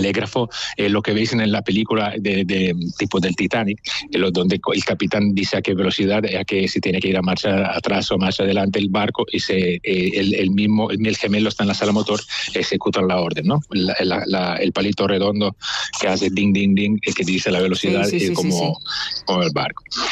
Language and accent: Spanish; Italy; Spanish is a second language; moved away as an adult; now in Spain; Sí, soy italiano. Mi mujer sí que es valenciana, española.